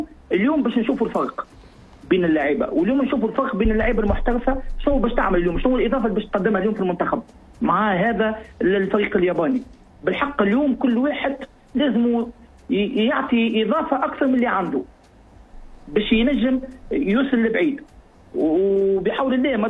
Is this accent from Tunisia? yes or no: yes; Tunisia; انا تونسي